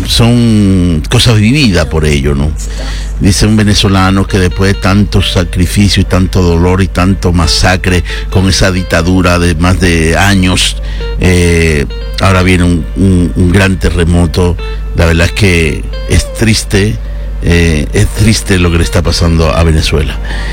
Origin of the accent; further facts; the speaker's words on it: Dominican Republic; Nosotros como dominicanos